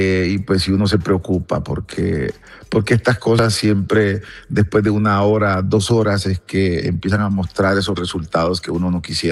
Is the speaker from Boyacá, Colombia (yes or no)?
no; Buenaventura, Valle del Cauca, Colombia; now in Cali, Colombia; En Buenaventura, que es mi tierra